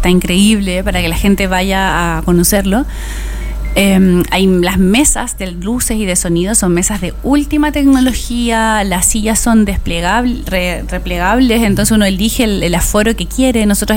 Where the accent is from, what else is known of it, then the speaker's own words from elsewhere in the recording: Valparaíso, Chile; yo que soy de acá de Valpo desde chica